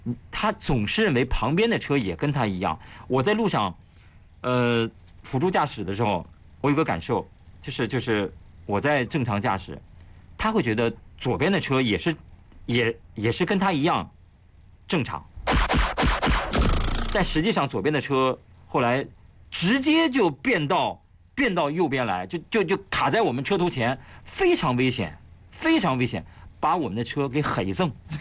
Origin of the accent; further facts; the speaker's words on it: Shanxi, China; moved away; 我是个山西人啊